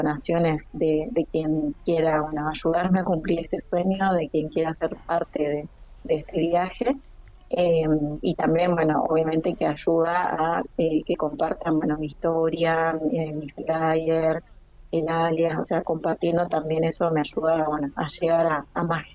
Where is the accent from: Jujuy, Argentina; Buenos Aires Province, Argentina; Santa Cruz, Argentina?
Santa Cruz, Argentina; Caleta Olivia; born there; Mis papás no, yo y mis hermanos sí, nacimos todos en Caleta. Mis papás son de Santiago del Estero y de Córdoba